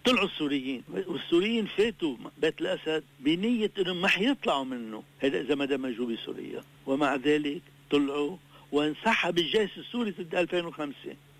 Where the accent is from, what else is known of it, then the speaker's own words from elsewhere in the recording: Tripoli, North Governorate, Lebanon; also born or lived in Qartaba, Jbeil District; سنة 58 أنا ولدت بطرابلس شمال ونميت هناك، مع أني أنا من قرطبة قضاء جبال.